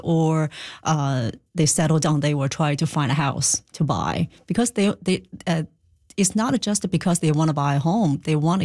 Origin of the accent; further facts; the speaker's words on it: China; now in St. John's, Canada; I come from China anyway.